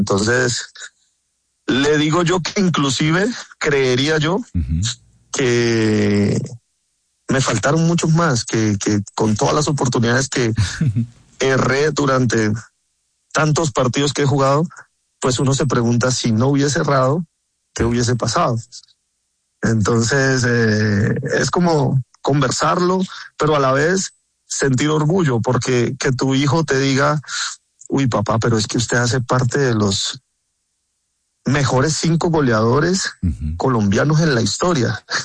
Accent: Colombia; Sin embargo, pues como colombiano y como jugador de fútbol activo, tuve la ilusión y tuve el deseo de poder estar.

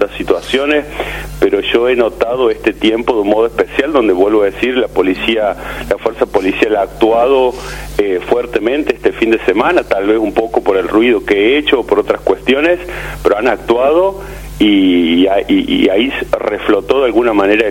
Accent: Villa Valeria, Córdoba, Argentina; pero hoy me toca a mí luchar para que en mi pueblo hoy de Villa Valeria no exista droga

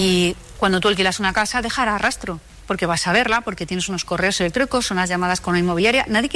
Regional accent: Madrid, Community of Madrid, Spain; que es una inmobiliaria que, como cualquier madrileño, he buscado por internet.

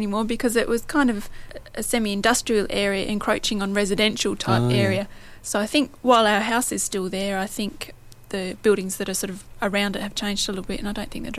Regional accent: Manjimup, Western Australia, Australia; we lived in three different houses when we were in Manjimup, but the one I remember most was in Pritchard Street.

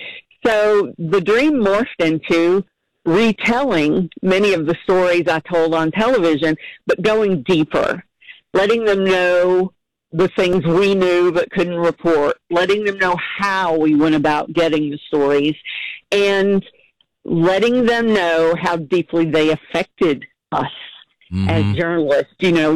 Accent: Campbellsville, Kentucky, United States; moved away; I grew up in Taylor County, Campbellsville, and, you know, there's where my roots are.

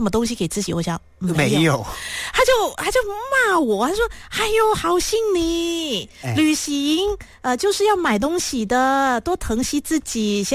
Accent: Malaysia; 然后最后发现其实原来中国人会比较怕冷，我们马来西亚人比较怕热。

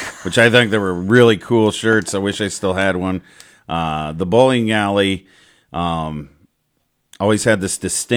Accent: Lyons, Nebraska, United States; I'm from Lyons, Nebraska.

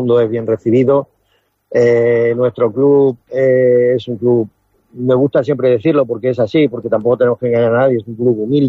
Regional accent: Puertollano, Castilla-La Mancha, Spain; porque somos de Puerto Llano, somos, como decimos, hechos de acero, una ciudad minera

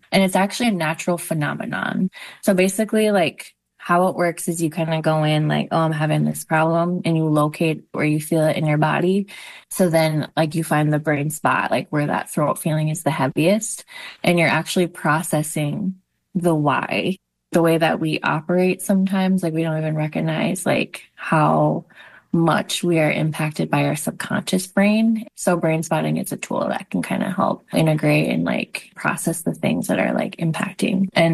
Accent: Red Lake, Minnesota, United States; That's my Ojibwe name. I'm Bear Clan and I'm from Red Lake.

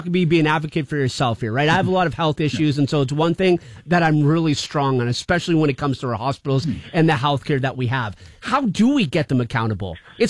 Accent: Canada; As a Canadian, we shouldn't be waiting 14 hours in an ER in extreme pain.

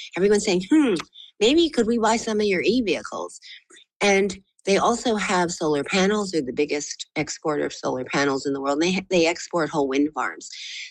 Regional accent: Canada; Maybe because I'm a Canadian.

